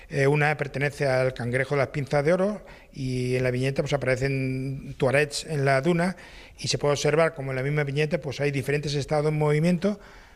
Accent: Barcelona, Catalonia, Spain; born there; Me vine de Francia. Mis padres eran emigrantes allí en París. Yo vivía con mis abuelos en Barcelona.

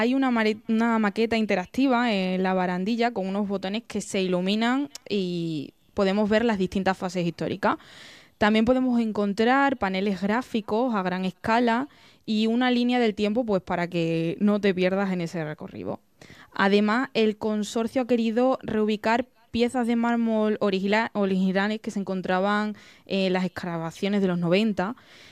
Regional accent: Mérida, Extremadura, Spain; Yo en concreto pues soy de aquí, de Mérida

